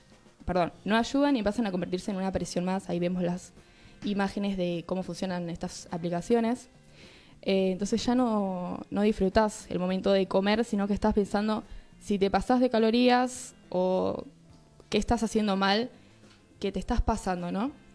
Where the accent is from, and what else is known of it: Argentina